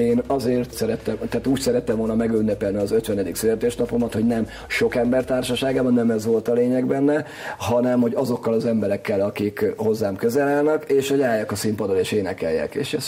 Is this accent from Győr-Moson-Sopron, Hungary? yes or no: yes; Sopron, Győr-Moson-Sopron, Hungary; eleve soproniként a Sopron Festen